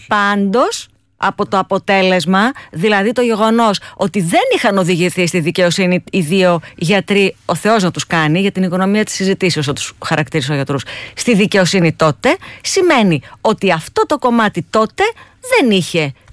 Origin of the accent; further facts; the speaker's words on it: Western Greece, Greece; που λένε και στο χωριό μου, στο δρυμόνο έτολο Καρνανίας?